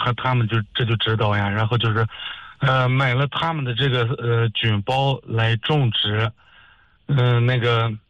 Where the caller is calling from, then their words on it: Shuozhou, Shanxi, China; 我是山西朔州人。